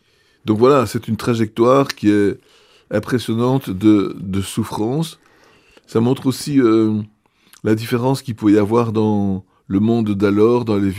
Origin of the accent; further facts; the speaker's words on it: Liège, Wallonia, Belgium; chez nous à Liège